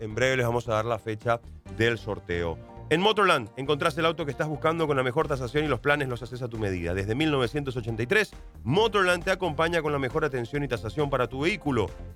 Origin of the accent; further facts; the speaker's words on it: Paraguay; Nosotros nomás como paraguayos